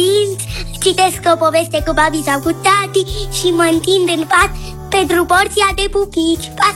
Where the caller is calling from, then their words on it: Iași, Iași County, Romania; din Iași, am 7 ani.